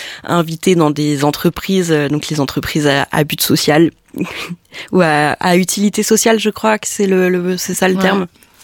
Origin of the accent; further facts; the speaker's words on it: Provence-Alpes-Côte d'Azur, France; now in Mulhouse, France; moi, alors je suis originaire du Var, mais j'ai vite bougé pour mes études jusqu'à arriver à Mulhouse en master.